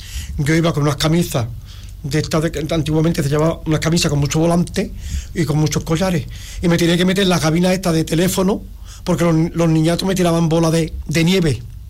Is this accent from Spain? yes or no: yes; Arcos de la Frontera, Andalusia, Spain; moved away as an adult; also born or lived in Basque Country; me jubilé, a los 13 días estaba aquí en Arco, en mi tierra. Porque yo soy de Arco, siempre me ha... 35 años me he tirado el País Vasco, todos los años venía a Arco.